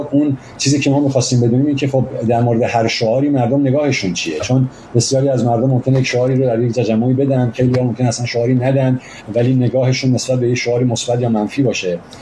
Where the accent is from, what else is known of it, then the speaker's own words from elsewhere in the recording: Iran; ما همه ایرانی هستیم،